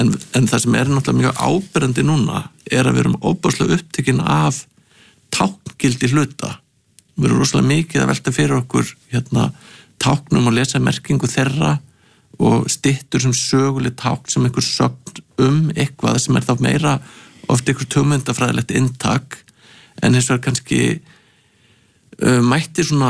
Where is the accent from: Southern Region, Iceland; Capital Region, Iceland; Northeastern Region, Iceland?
Capital Region, Iceland; Hafnarfjörður